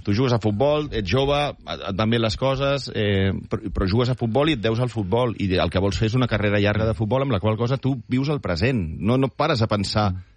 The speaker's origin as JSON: {"language": "Catalan", "town": "Granollers", "region": "Catalonia", "country": "Spain", "said": "sóc de Granollers"}